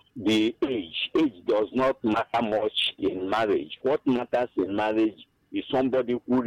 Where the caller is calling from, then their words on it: Enugu, Enugu State, Nigeria; I call from Enugu.